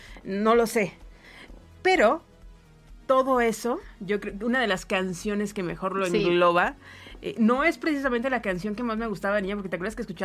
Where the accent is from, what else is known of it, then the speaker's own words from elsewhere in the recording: Monterrey, Nuevo León, Mexico; now in Mexico City, Mexico; o sea, porque somos de Monterrey y estamos en el tiempo también, un poco lo que sucedía con … Sin embargo, nosotros vinimos a picar piedra a Ciudad de México porque nadie nos pelaba en Monterrey, ¿no?